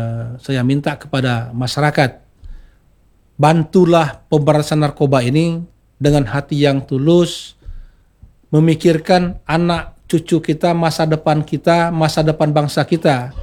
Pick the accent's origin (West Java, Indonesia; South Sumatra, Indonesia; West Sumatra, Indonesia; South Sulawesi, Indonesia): South Sumatra, Indonesia; di kampung saya di Musyarawas